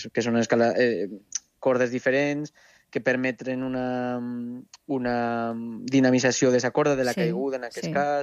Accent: Jaca, Aragon, Spain; Jo sóc de Jaca, de Huesca, i és vera que tinc la muntanya en sa sang.

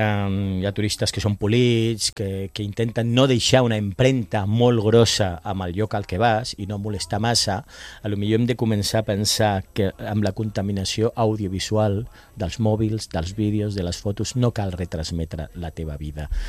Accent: L'Hospitalet de Llobregat, Catalonia, Spain; jo soc d'Hospitalet

